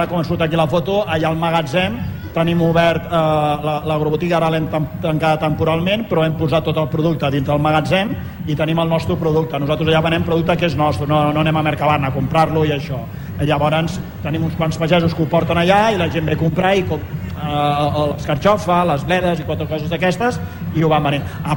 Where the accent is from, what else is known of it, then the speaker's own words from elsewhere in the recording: Sant Boi de Llobregat, Catalonia, Spain; jo he nascut a Sant Boi i tenim constància a casa meva des del 1700. Vull dir que fa molts anys que estem a Sant Boi, perquè nosaltres abans ens dedicàvem a fer vi.